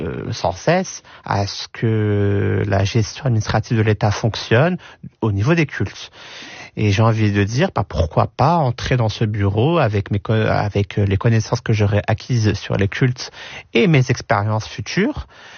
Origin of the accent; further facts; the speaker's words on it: Algeria; pays qui est mon pays d'origine, l'Algérie